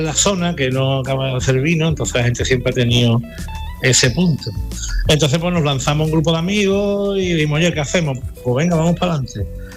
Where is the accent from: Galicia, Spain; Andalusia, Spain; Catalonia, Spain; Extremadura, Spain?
Andalusia, Spain; San Fernando; como yo soy también de San Fernando, soy de Cádiz, pues me traigo algunas viandas marítimas